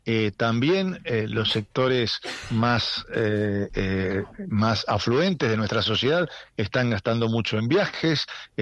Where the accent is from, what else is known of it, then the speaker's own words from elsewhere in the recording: Argentina; como argentino y desde la Argentina